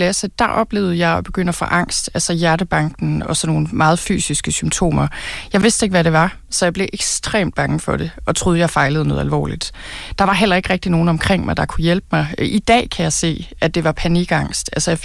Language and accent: Danish; Thy, North Denmark Region, Denmark; jeg voksede op i Thy